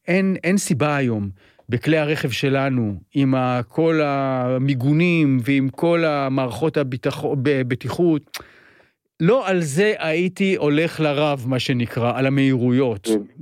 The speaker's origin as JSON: {"language": "Hebrew", "town": "Jerusalem", "region": "Jerusalem District", "country": "Israel", "tie": "born or raised there", "moved": "as an adult", "said": "אני ירושלמי פעם, עד גיל 18 הייתי ירושלמי, בן אדם, אני כבר בן 200."}